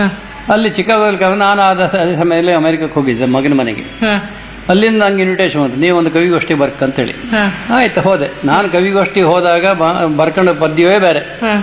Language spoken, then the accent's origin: Kannada; Kundapura, Karnataka, India; ಕುಂದಾಪುರದಷ್ಟು ಶಾಂತಿ ಬೇರೆ ಯಾವ ಊರಿಗೂ ಇಲ್ಲ. ಎಲ್ಲ ಇಲ್ಲಿ ಕೋಮಗಲ್ಭೆಯೇ ಇರಲಿಲ್ಲ ಅಂತ ಒಂದು ಒಳ್ಳೆ ಊರು ನಮ್ಮ ಊರು.